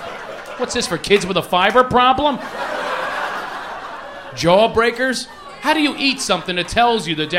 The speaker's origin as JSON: {"language": "English", "town": "Philadelphia", "region": "Pennsylvania", "country": "United States", "tie": "born or raised there"}